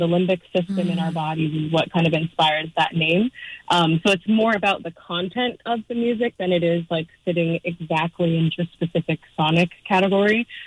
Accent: Calgary, Alberta, Canada; moved away as an adult; now in Los Angeles, United States; I'm originally from Calgary, very proud to be born and raised Calgarian. We're quite rare. Heavily identify as a prairie girl, and I spend most of my time in Los Angeles now, where I also have roots.

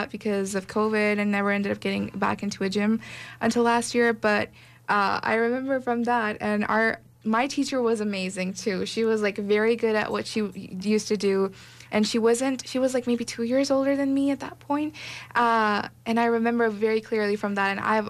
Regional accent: Pakistan; she enrolled us in a gym back home. So I'm from Pakistan, and she enrolled us.

